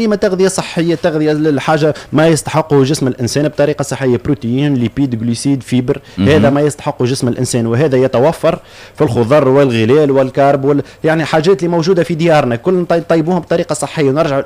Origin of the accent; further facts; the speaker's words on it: Tunisia; احنا مواطن تونسي يقعد بار اكزومبل شاد الصف الصباح ربع ساعة